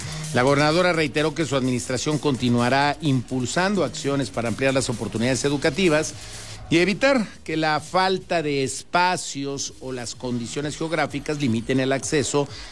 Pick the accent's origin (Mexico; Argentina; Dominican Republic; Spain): Mexico; soy orgullosamente mexicano